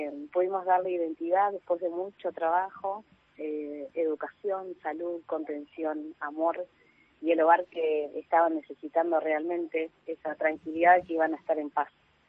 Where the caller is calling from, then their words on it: General Pacheco, Buenos Aires Province, Argentina; soy de Pacheco.